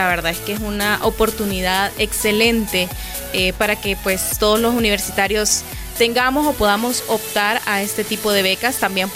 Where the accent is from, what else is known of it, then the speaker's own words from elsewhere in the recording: Tegucigalpa, Francisco Morazán, Honduras; No, yo soy de acá, de Tegucigalpa, pero tengo muchos amigos foráneos